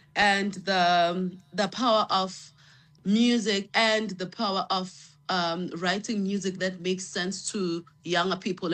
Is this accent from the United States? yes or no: no; Mandeni, KwaZulu-Natal, South Africa; I grew up in Mandeni, north of KZN, which is Amakhaya.